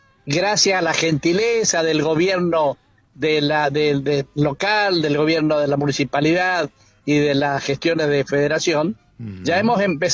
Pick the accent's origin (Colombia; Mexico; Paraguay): Paraguay; now in Oberá, Argentina; para nosotros como paraguayos, como colectividad